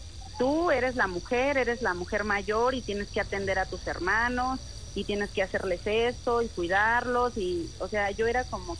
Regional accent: Venustiano Carranza, Mexico City, Mexico; Tengo 32 y soy de la alcaldía Venustiano Carranza.

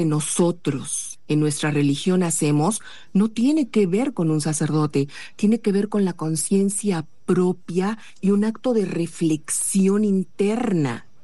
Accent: Mexico; nosotros, como mexicanos

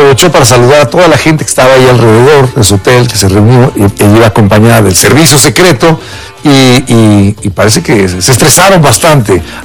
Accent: Mexico; Creo que estamos muy bien representados como mexicanos

